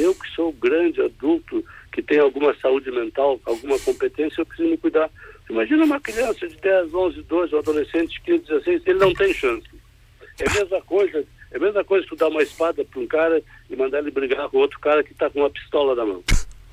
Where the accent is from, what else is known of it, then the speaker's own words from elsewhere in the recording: Arvorezinha, Rio Grande do Sul, Brazil; porque eu também sou colono, viu? Eu nasci, para vocês ouvirem, eu nasci em Arvorezinha, que pertencia a Encantado. Fiquei até 12 anos em Arvorezinha.